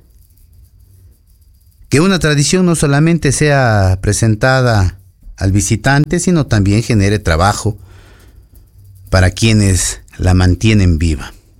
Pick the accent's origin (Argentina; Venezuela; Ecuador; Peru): Ecuador; Cañar; nosotros que somos de aquí